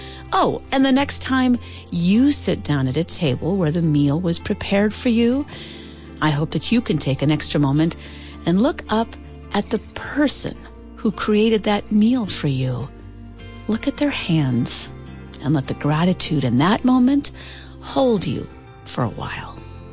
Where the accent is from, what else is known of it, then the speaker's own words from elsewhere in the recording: Midwest, United States; moved away; growing up in the Midwest